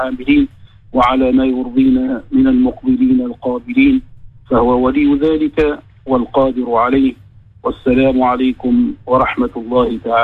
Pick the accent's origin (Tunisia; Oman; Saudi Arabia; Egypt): Tunisia